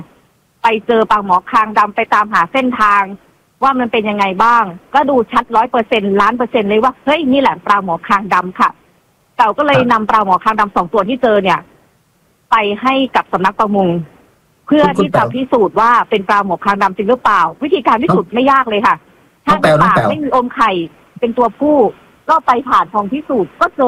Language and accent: Thai; Kalasin, Thailand; เป็นคนกาฬสินธุ์เนาะเป็นคนกาฬสินธุ์